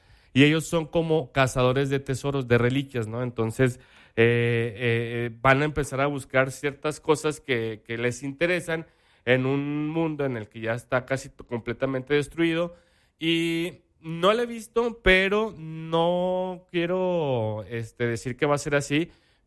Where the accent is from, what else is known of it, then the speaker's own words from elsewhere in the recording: Mexico; Ni nosotros, que somos Sea, mexicanos